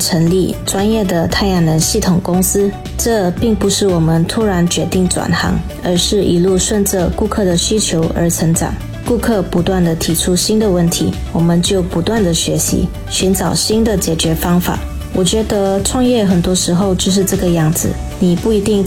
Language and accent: Chinese; Raub, Pahang, Malaysia; 第一间店开在我的家乡拉瓦斯，也就是老越，那是一个不算大的城镇。